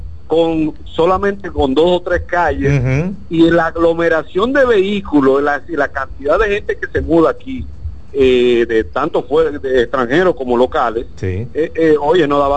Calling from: Punta Cana, La Altagracia, Dominican Republic; desde Punta Cana.

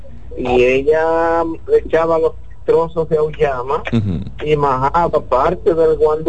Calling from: Moca, Espaillat, Dominican Republic

